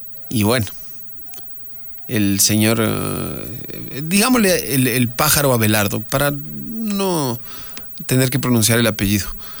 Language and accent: Spanish; Colombia; Yo también soy colombiano.